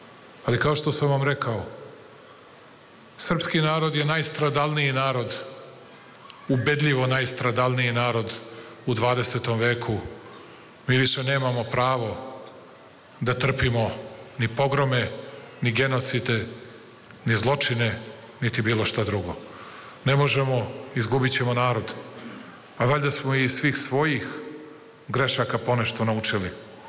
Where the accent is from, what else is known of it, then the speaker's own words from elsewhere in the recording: Belgrade, Serbia; born there; Ja nisam srbijanac, iako sam rođen u Beogradu i Srbiji.